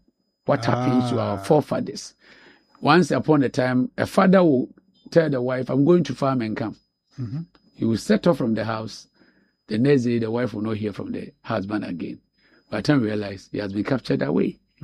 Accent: Northern Region, Ghana; Because in fact, for me, I come from Northern Region.

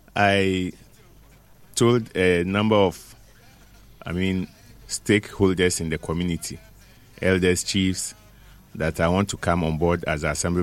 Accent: Western Region, Ghana; actually, I was born in the Sofonzongo community of Kwesimentim.

